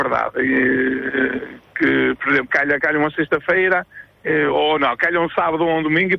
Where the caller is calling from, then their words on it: Penafiel, Norte, Portugal; Eu sou de Passo Sousa, Pena Fiel.